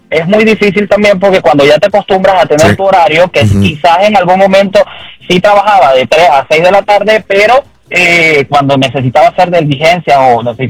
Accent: Venezuela; moved away; soy venezolano.

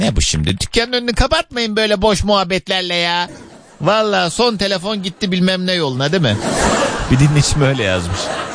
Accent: Kars, Turkey

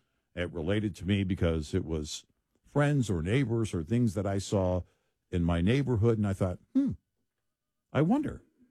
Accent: Scotland, United Kingdom

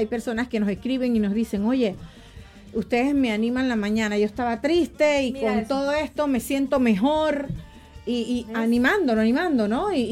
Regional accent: Monagrillo, Herrera, Panama; born there

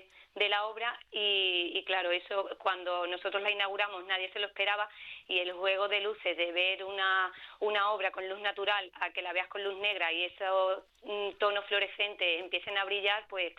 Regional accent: Almendralejo, Extremadura, Spain; la primera vez que la inauguré fue aquí en mi pueblo, en Almendralejo, un 8 de marzo

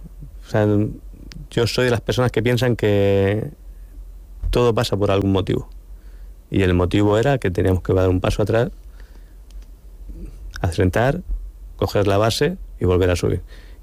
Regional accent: Cartagena, Region of Murcia, Spain; Siendo de Cartagena, siendo cartagenero, o sea, conociendo a mis paisanos de cómo es esta ciudad...

